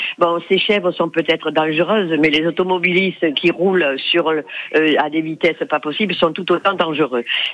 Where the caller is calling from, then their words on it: La Bouilladisse, Provence-Alpes-Côte d'Azur, France; je suis à la Bouilladis